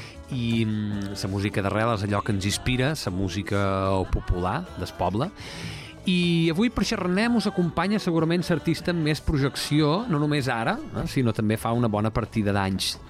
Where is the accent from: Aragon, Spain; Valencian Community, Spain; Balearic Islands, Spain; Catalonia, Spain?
Balearic Islands, Spain; parlam de la música d'arrel i d'aquella que ens identifica com a menorquins